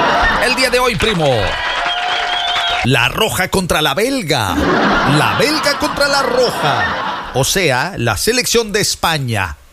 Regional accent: Mexico; born there; el gentilicio de las personas que nacimos en México es mexicanos

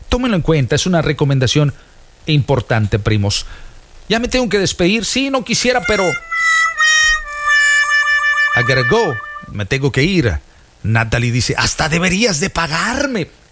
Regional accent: Veracruz, Mexico; yo soy de oro, yo soy Jarocho.

